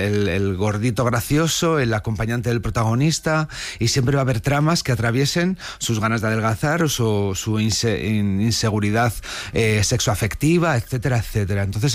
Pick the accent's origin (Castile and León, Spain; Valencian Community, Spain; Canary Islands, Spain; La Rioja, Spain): Castile and León, Spain; Valladolid; Yo soy de pueblo, soy de Valladolid, y el folclore también lo tengo muy arraigado